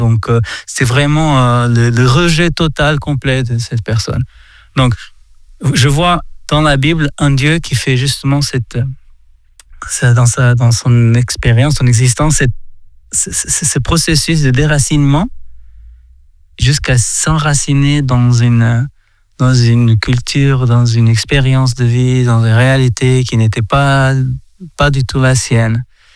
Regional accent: Portugal; Moi, je viens du Portugal, mais ils sont comme moi.

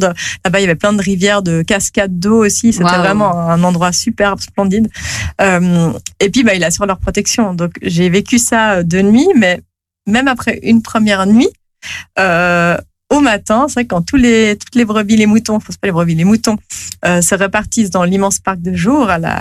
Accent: Geneva, Switzerland

